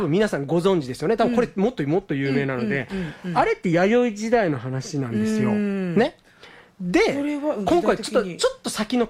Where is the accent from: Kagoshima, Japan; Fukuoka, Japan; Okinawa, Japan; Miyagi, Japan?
Fukuoka, Japan; Yame; これが八女に、で僕はそこで育ったんですよ。そこがいつも公園墳なので、そこって野原みたいになってるんですよね。そこが僕小学校のいつもの遠足の場所だったんですよ。